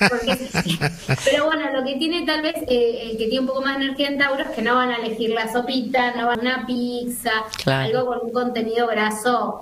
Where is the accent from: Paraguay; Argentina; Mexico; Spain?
Argentina; nuestro hermoso país de Argentina